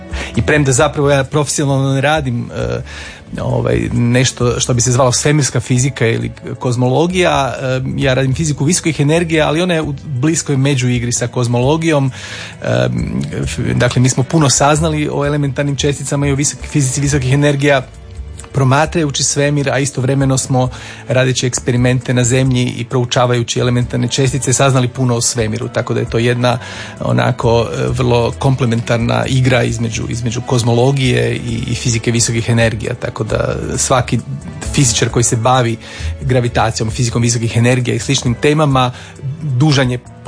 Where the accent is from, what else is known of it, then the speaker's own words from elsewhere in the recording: Samobor, Zagreb County, Croatia; inače odrastao sam ja u Samoboru, znate, na jednom brdu kraj Samobora i kad sam se kao učenik vraćao doma, često je bilo mrak, jer nije bila tad još povučena rasvjeta do mog sela